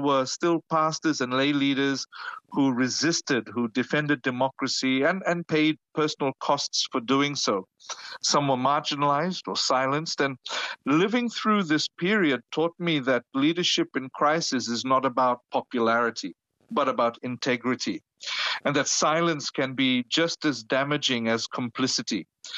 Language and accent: English; Fiji; And this is the challenge sometimes we see in Fiji. You know, growing up in the Methodist Church